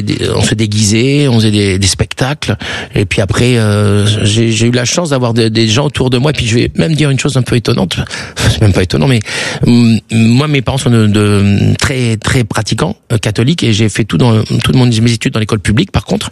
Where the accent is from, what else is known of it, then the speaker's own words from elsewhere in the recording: Montauban, Occitanie, France; born there; Oui, j'ai quitté Montauban, mais j'y suis né. Mais j'y retourne la semaine prochaine puisque je vais aller jouer là-bas.